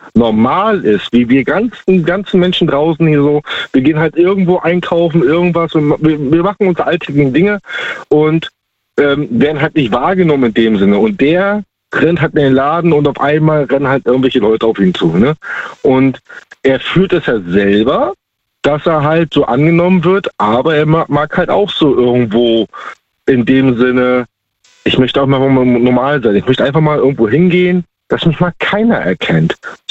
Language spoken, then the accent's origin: German; Neubrandenburg, Mecklenburg-Vorpommern, Germany; Meine Heimat und mein Zuhause ist immer noch an der Ostsee.